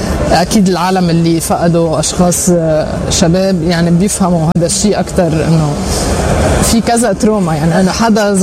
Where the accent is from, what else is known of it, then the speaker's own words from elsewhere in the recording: Lebanon; اذا انت من مثلا انا من لبنان انه دائما لازم احكي مثلا عن الحرب, عن الشيء اللي عم بيصير هلا